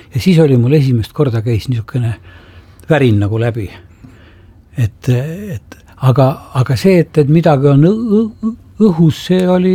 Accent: Tartu, Tartu County, Estonia; also born or lived in Siberia; Minu ema oli Siberis, ma ise olen sündinud seal. Mu vanaonu on maha lastud, mu onu on maha lastud ja ma kasvasin arstide perekonnas Tartus

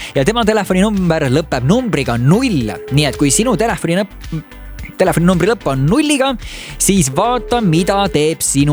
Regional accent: Jüri, Harju County, Estonia; Mina olen Jüri kandist pärit, nii et peaaegu nagu ühe küla inimesed oleme.

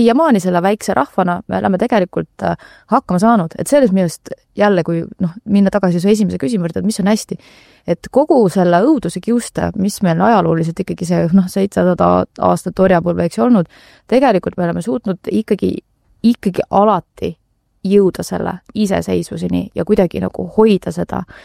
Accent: Tallinn, Harju County, Estonia; born or raised there

